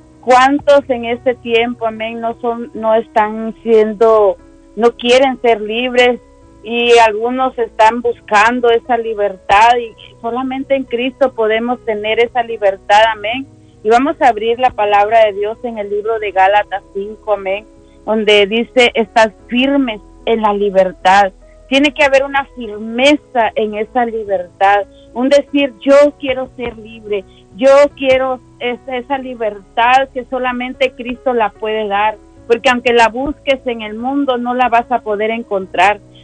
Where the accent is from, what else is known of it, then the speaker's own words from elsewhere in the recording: Guatemala; yo soy guatemalteca, y tengo mucha familia